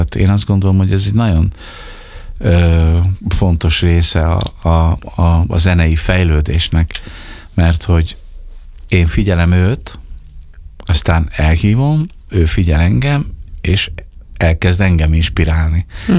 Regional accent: Budapest, Hungary; honnan vagy, és mondtam, hogy Magyarországról, Budapestről jöttem.

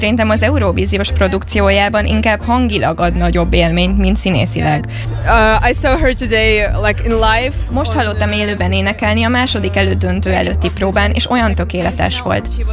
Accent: Ukraine; és Ukrajnából jöttem.

